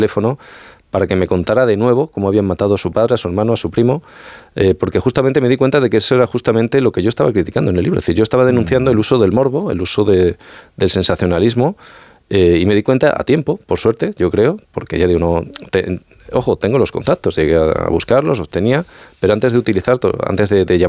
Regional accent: Extremadura, Spain

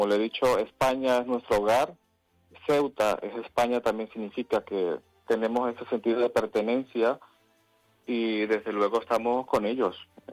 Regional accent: Venezuela; now in Castellón, Spain; nosotros como venezolanos también, como comunidad hispanoamericana, que formamos parte activa de la sociedad española

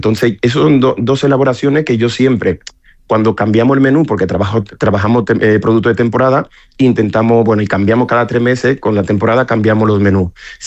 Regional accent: Dominican Republic; que yo me presenté como dominicano.

